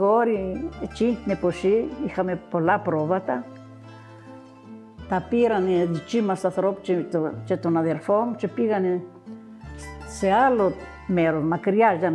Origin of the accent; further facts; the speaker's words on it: Vorizia, Crete, Greece; Ήμουν και από τα Βορίζα, δεν ήξερα και πολλά.